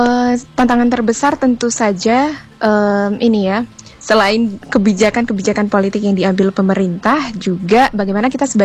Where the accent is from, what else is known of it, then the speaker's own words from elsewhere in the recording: Aceh, Indonesia; di daerahku di Aceh